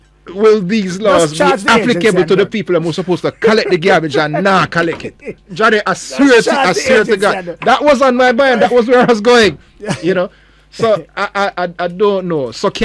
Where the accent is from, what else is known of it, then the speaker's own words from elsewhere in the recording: Saint Ann, Jamaica; because I'm from St. Anne.